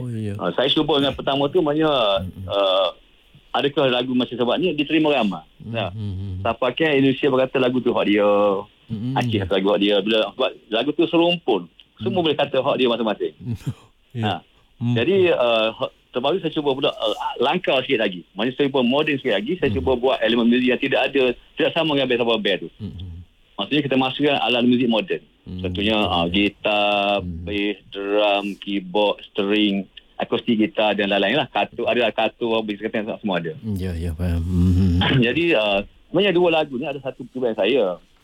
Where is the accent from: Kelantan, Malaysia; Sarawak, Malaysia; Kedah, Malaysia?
Kelantan, Malaysia; moved away as an adult; now in Kuala Lumpur, Malaysia; rasa nak balik Kelantan